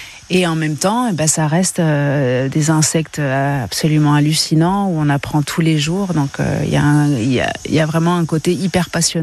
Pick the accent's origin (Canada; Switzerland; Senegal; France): France; Centre-Val de Loire; Alors moi, je viens de la Sologne. Je suis née vraiment à côté du château de Chambord, c'est un mix de Normandie et de Sologne, avec une famille viticulteur et éleveur aussi en vaches laitières.